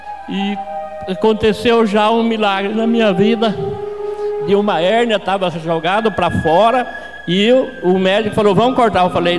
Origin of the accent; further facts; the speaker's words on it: Apucarana, Paraná, Brazil; sou de Apucarana.